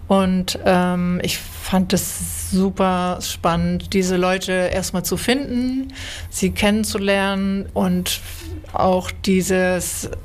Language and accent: German; Hamburg, Germany; moved away as an adult; now in Bremen, Germany; Ich lebe und arbeite in Bremen. Ich bin zum Studieren hergekommen. Eigentlich komme ich aus Hamburg.